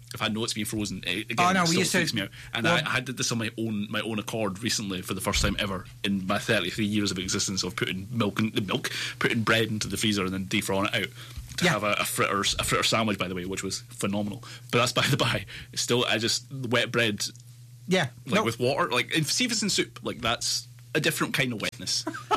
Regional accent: Canada; I was expecting to be like, oh, we said we're from Canada, and say, what state is that next to?

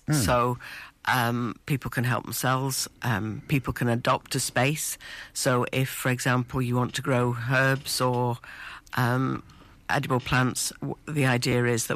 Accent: Wales, United Kingdom; I'm from Powys. We have community gardens in Powys

